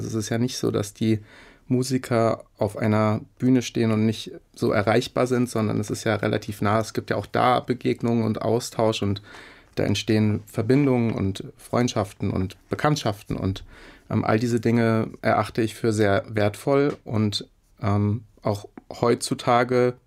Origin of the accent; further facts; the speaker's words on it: Hofheim, Hesse, Germany; das wollte ich eben gerne auch mit den Menschen in meiner Heimatstadt in Hofheim teilen.